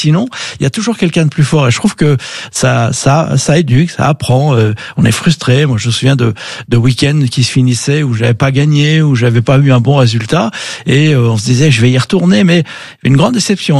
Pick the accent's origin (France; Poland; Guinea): France; Reims, Grand Est; born there; also born or lived in Arcachon / Provence; Moi, je suis né à Reims, mais de passage, j'aurais pu naître ailleurs. Puis on a vécu sur la façade atlantique, sur le bassin d'Arcachon, en Provence.